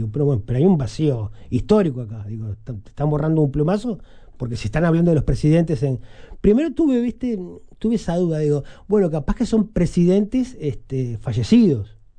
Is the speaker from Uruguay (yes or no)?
yes; Uruguay; me dice, ¿sos uruguayo? Digo, sí.